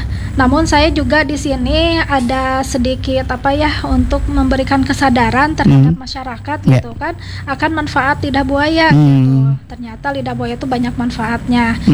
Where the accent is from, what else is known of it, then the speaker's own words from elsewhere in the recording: Sumedang, West Java, Indonesia; Kebetulan di daerah setempat saya kan dari Sumedang nih.